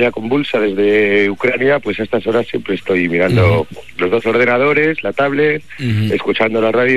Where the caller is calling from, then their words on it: Asturias, Spain; vivo en una aldea en Asturias y la verdad es que aquí no hay ni calles.